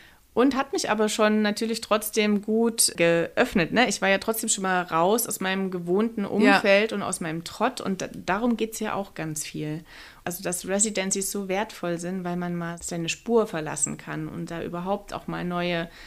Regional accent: Saxony, Germany; born or raised there

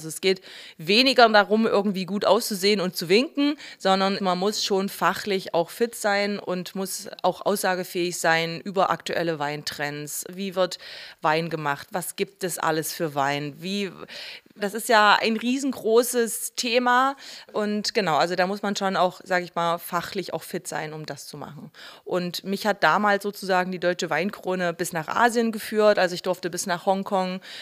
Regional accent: Höhnstedt, Saxony-Anhalt, Germany; Ja, hallo … ich komme aus Höhnstedt.

